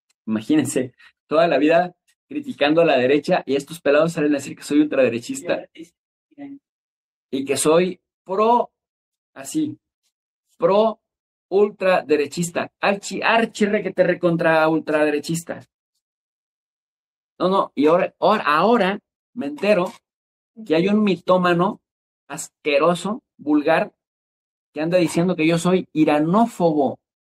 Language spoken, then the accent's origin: Spanish; Mexico